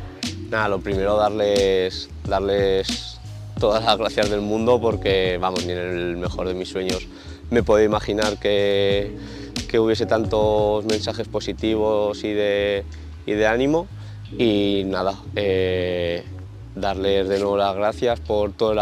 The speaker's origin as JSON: {"language": "Spanish", "region": "Aragon", "country": "Spain", "tie": "born or raised there", "moved": "as an adult", "said": "me ha acompañado prácticamente toda la vida hasta que ya salí de Aragón, pero sí que es verdad que siempre que he vuelto aquí siempre se me... vamos, todo el mundo me llama por ese apodo."}